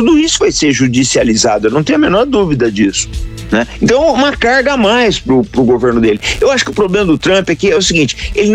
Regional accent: Brazil; nós como brasileiros

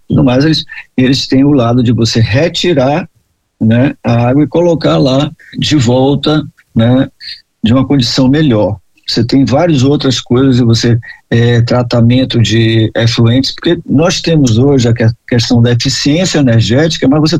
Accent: Bahia, Brazil; eu sou do Nordeste, né, na Bahia, e você já convive com isso

